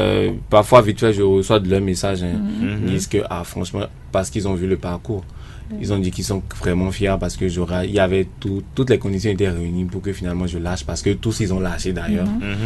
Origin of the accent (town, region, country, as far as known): Parakou, Borgou, Benin; born or raised there; also born or lived in Cotonou